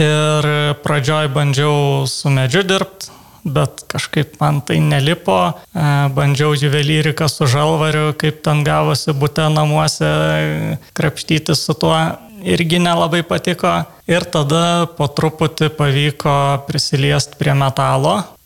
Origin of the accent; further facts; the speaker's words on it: Vilnius, Vilnius County, Lithuania; Taip, tai aš pats esu vilnietis, bet taip gavosi, kad išvažiavau studijuoti Kauną